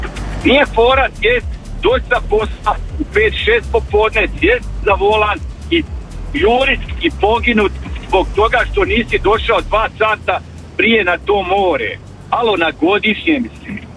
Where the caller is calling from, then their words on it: Croatia; ja sam Hrvat. Ja sam hrvatski dragovoljac.